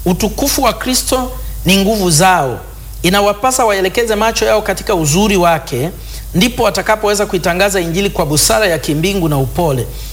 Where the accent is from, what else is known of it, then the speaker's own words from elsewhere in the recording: Tanzania; Najua nilikuwa nimetoka Tanzania, kwa hiyo ni mgeni kutoka mbali